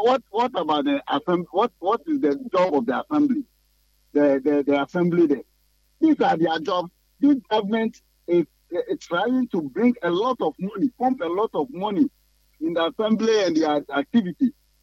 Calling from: Essipong, Western Region, Ghana; calling from Esipong.

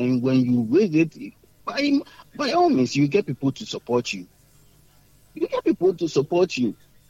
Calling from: Takoradi, Western Region, Ghana; I'm calling from Takrady.

